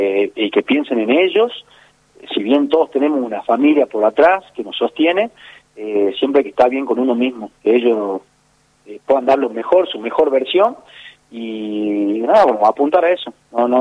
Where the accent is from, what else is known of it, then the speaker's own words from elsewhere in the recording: Salta, Argentina; soy de Salta